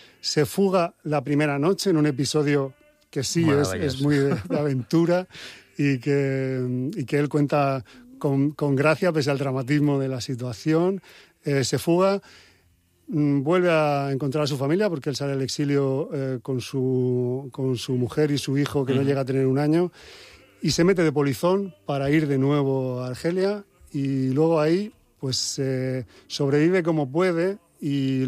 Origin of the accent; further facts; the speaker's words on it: Valencian Community, Spain; eso es mi tierra y porque los que no salieron en esos últimos barcos del puerto de Alicante